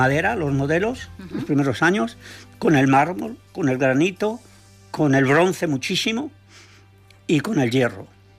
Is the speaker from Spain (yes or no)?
yes; Madrid, Community of Madrid, Spain; No, yo cuando venía aquí era madrileño.